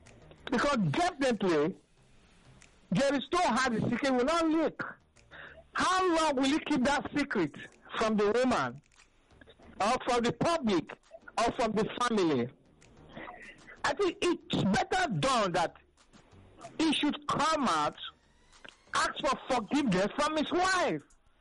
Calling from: Nigeria; I'm calling from Ikoto.

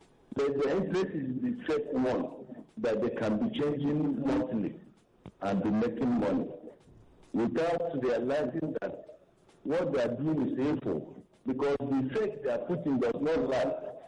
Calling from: Lagos, Nigeria; I'm calling from Lagos.

